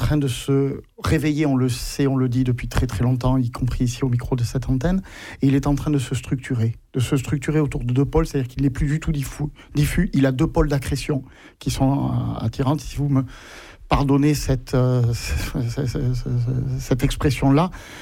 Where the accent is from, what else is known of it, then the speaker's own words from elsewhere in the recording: France; en tant que français